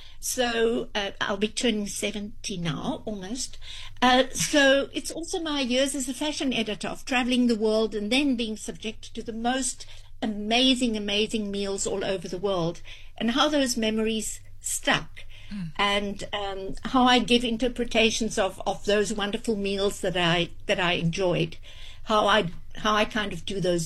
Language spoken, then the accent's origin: English; Free State, South Africa; also born or lived in Langebaan; now in Riebeek-Kasteel, South Africa; growing up in the Free State, of living in Langebaan, and I used to open my house for long table lunches. Now I live in Rebecca Steele